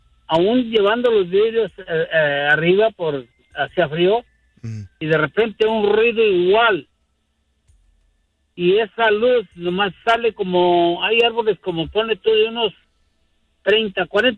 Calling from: Houston, Texas, United States; yo vivo en Houston, en el área del Northwest.

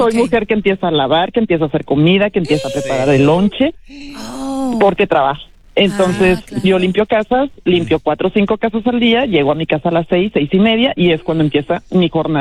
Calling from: Houston, Texas, United States; Buenos días, hablo de Houston.

